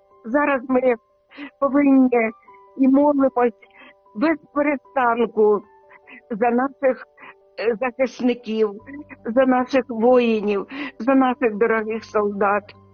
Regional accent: Sumy, Sumy Oblast, Ukraine; моє рідне, наше рідне місто Суми.

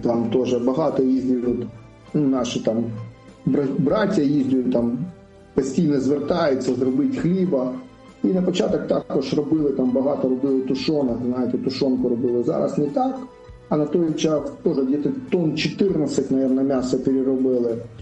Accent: Crimea, Ukraine; born there; moved away; also born or lived in Donetsk / Kherson Oblast; а сам теж переселенець. Чого? Бо я народився в Криму

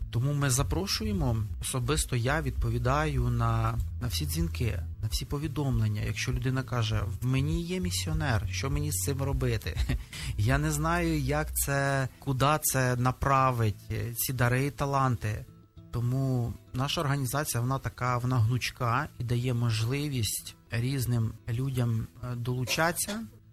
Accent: Bila Tserkva, Kyiv Oblast, Ukraine; Я з Білої церкви.

